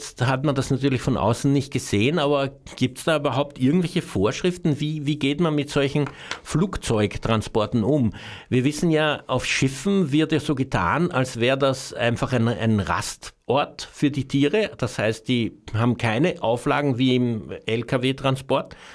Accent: Austria; Naja, bei uns in Österreich werden ja Stiere geschlachtet

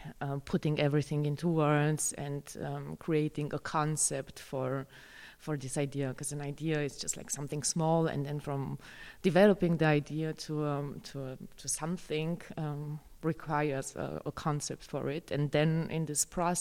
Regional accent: Romania; English is a second language; In case of the film, of course, I'm born in Romania. I grew up also a part of my life. I grew up in Romania, so I grew up with a lot of the ideas of how I am

